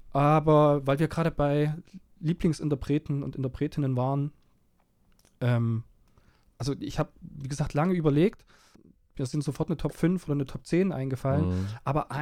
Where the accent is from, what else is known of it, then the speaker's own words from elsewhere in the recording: Saxony, Germany; ich kann es schwer aussprechen als Sachse